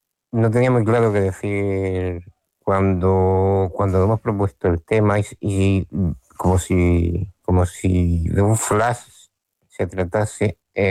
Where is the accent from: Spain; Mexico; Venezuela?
Spain; Region of Murcia; also born or lived in Almería; Y aunque todos nosotros somos de Murcia, pues tengo mi vida a caballo hecha entre Almería y Murcia, ¿no?